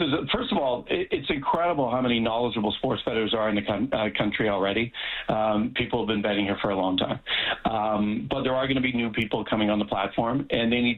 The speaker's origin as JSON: {"language": "English", "region": "Western Canada", "country": "Canada", "tie": "born or raised there", "moved": "yes", "lives_now": "Toronto, Canada", "said": "I'm from Western Canada, even though I'm speaking from Toronto, born and raised in Western Canada."}